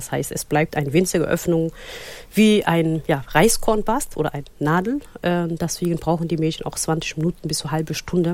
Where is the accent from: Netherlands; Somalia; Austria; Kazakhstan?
Somalia; Also in meinem Heimatland Somalia ist seit 91 Bürgerkrieg und es können nur, Schule ist privat, also $20 im Monat.